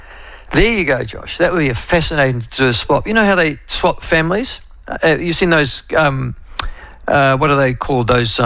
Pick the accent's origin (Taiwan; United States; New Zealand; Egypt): New Zealand; Timaru, Canterbury; now in Bangkok, Thailand; Loving the memories you've drawn out of the ether on Oamaru, as I was brought up in Timaru.